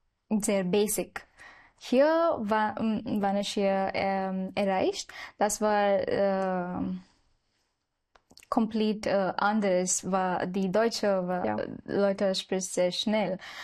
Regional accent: Mumbai, Maharashtra, India; German is a second language; now in Germany; Ich komme aus Mumbai, aus Indien.

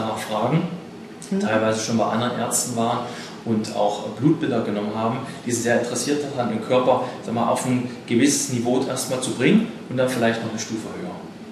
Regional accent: Halle, Saxony-Anhalt, Germany; Ich komme aus Halle und hatte halt in dem Umkreis geschaut, was ist so halbe Stunde bis 40 Minuten von meinem Wohnort entfernt.

